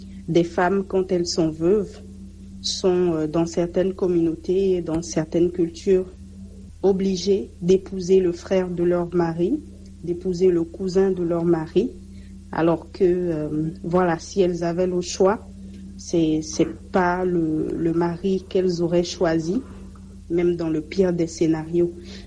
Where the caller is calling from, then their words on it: Benin; chez nous au Bénin